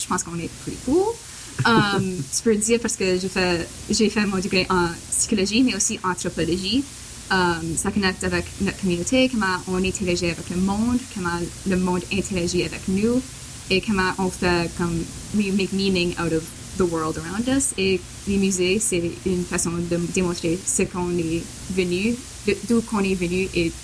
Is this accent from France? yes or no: no; Saint-Adolphe, Manitoba, Canada; first language French; Je suis originaire de Saint-Adolphe.